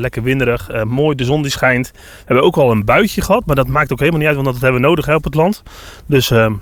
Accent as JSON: {"language": "Dutch", "town": "Vlissingen", "region": "Zeeland", "country": "Netherlands", "tie": "born there", "moved": "yes", "lives_now": "Harskamp, Netherlands", "said": "Ik ben van oorsprong zelf een Zeeuw. Dus ik kom uit Vlissingen. Daar ben ik heel trots op nog steeds. Maar we zitten nu een keer echt helemaal aan de andere kant van Nederland."}